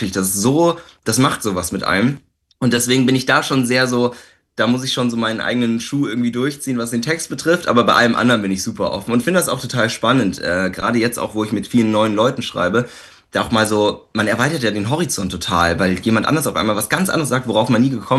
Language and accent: German; Landsberg am Lech, Bavaria, Germany; moved away as an adult; now in Berlin, Germany; dass ich ja jetzt auch in Berlin wohne für eine Zeit. Ich komme ja eigentlich aus Landsberg, aus einem Dörfchen oder so ein Städtchen